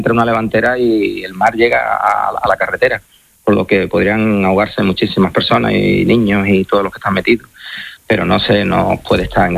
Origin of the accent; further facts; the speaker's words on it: Spain; pero primero soy español y tampoco tengo por qué abandonar mi tierra ni tengo por qué irme de aquí